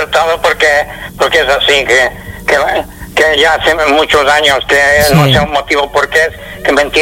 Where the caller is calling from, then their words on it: Palma, Balearic Islands, Spain; Desde Palma de Mallorca